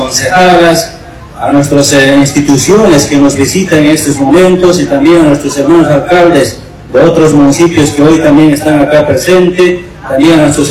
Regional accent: Bolivia; now in Villa Tunari, Bolivia

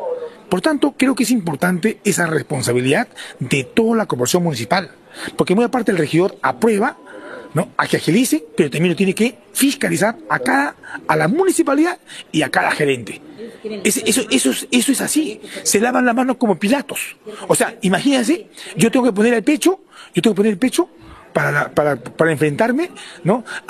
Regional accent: Chosica, Lima, Peru; Y no me voy porque soy chosicano. Yo sigo trabajando por mi pueblo.

